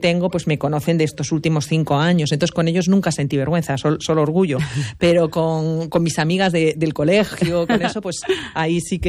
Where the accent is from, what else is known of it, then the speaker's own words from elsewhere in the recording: Madrid, Community of Madrid, Spain; born there; moved away as an adult; also born or lived in Galicia; now in A Coruña, Spain; mi marido es de aquí, de Orense, he venido siempre con la familia política aquí a Orense, entonces yo soy una madrileña que ha vivido mucho en Galicia, ya llevo seguidos 20 años viviendo aquí además